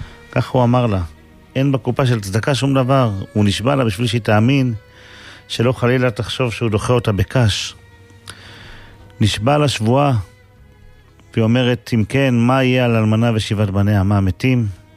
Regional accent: Safed, Northern District, Israel; born or raised there

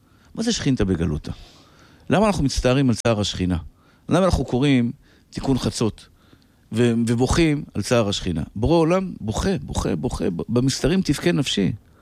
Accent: Tel Aviv, Tel Aviv District, Israel; כשהייתי ילד גרתי בשכונת התקווה

